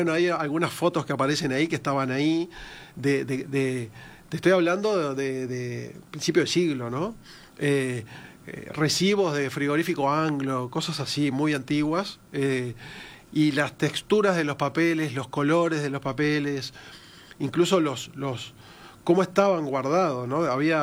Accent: Uruguay; Y nosotros como uruguayos tenemos eso de que nuestra identidad está muy relacionada con lo que es las olas migratorias, y todos venimos de algunas familias que vienen de otros lados.

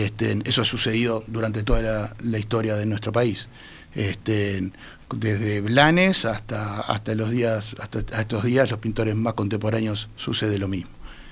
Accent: Uruguay

